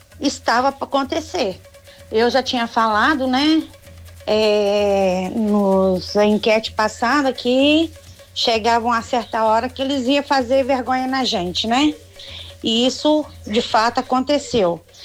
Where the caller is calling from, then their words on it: Brazil; aqui da Fazenda Grama, Pirapanema.